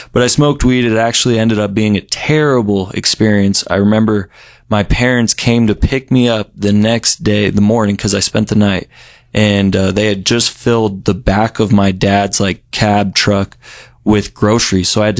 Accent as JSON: {"language": "English", "town": "Broomfield", "region": "Colorado", "country": "United States", "tie": "born or raised there", "said": "I grew up in Broomfield, Colorado. Nice neighborhood, good family"}